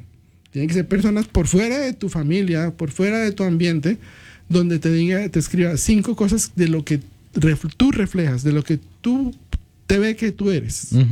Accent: Colombia; soy colombiano aprendiendo vallenato.

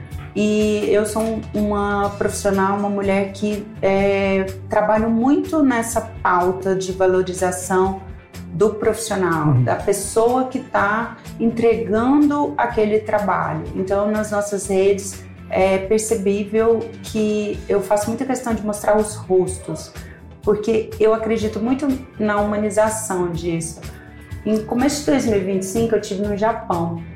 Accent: Goiânia, Goiás, Brazil; born there; moved away as an adult; now in Brasília, Brazil; nasci em Goiânia, tem uma mãe incrível, 2 irmãos, Eu sou do meio, vim para Brasília com 23 anos.

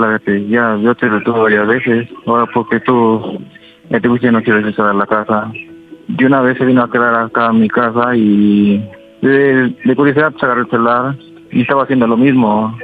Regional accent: Acuplavilco, Tlaxcala, Mexico; Tengo 29 años, soy de Acuplavilco, Tlaxcala.

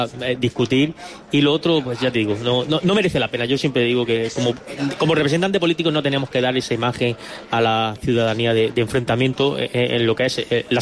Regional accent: Cuevas, Andalusia, Spain; also born or lived in Adra; Yo soy de Cuevas, pero he estado un tiempo viviendo en Adra.

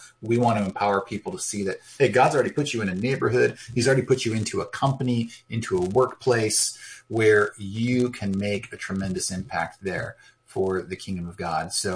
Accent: California, United States

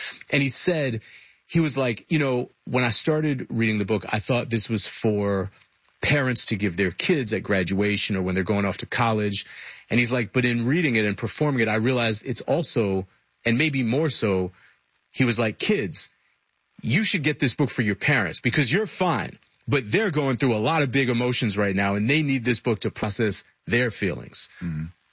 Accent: Boston, Massachusetts, United States; I'm from Boston, and I grew up watching Cheers, which you were legally required to do in Boston

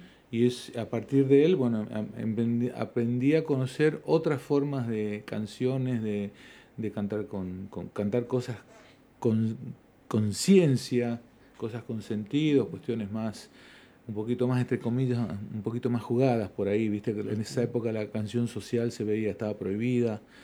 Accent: Tartagal, Salta, Argentina; born there; also born or lived in Rosario / Jujuy / Comodoro Rivadavia; now in Mendoza, Argentina; Te puedo decir, mira, nací en Tartagal, me bautizaron en Rosario de Santa Fe. Mi cédula de identidad es de Jujuy, mi primer DNI es de Comodoro Rivadavia, provincia de Chubut.

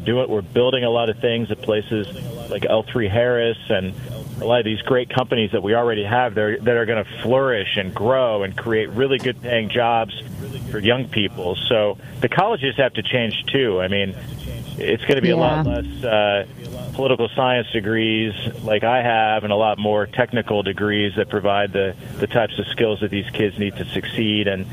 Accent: Columbia City, Indiana, United States; born or raised there

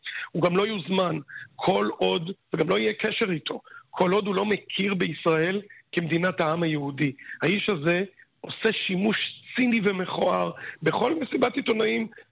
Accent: Tel Aviv, Tel Aviv District, Israel; אני ראי תל אביבי

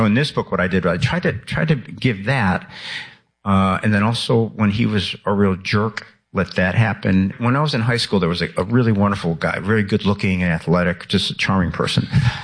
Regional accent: Chicago, Illinois, United States; born or raised there

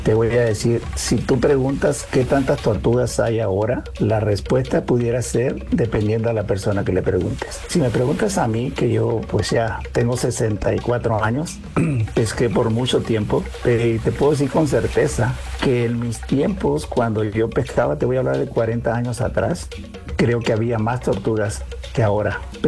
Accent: Puerto Adolfo López Mateos, Baja California Sur, Mexico; Yo soy pescador nacido en López Mateos. Soy pescador de toda la vida y 100% choyero, muy orgulloso de pertenecer a este lindo estado.

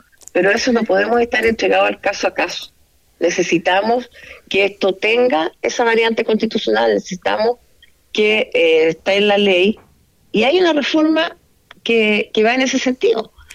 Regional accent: Chile; lo que nosotros, como chilenos, esperamos

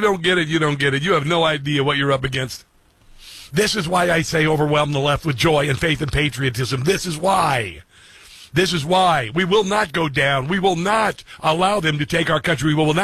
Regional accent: Iowa, United States; My home state of Iowa

